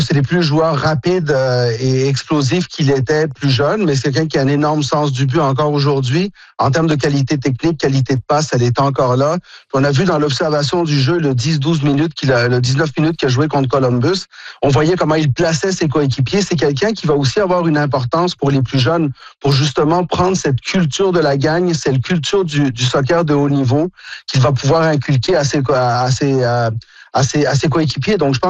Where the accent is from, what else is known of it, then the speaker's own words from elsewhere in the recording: Quebec, Canada; Ben, vous savez, moi je suis Québécois 98%.